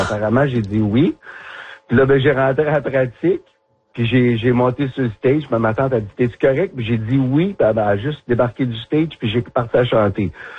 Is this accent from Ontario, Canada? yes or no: yes; Smooth Rock Falls, Ontario, Canada; moved away as an adult; now in Ottawa, Canada; Je suis un petit gars du nord de l'Ontario, moi aussi. Je viens de Smooth Rock Falls, Ontario. Alors, pas trop loin de Sudbury. Et puis, j'ai resté là 21 ans